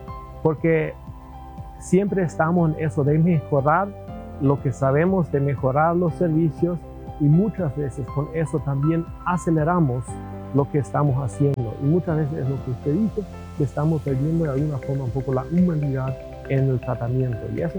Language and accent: Spanish; Paraguay; también como paraguayos